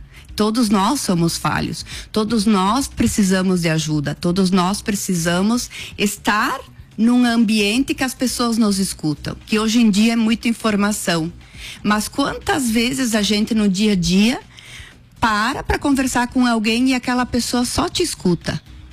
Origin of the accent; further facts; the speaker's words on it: Nova Bassano, Rio Grande do Sul, Brazil; sou de Nova Bassano.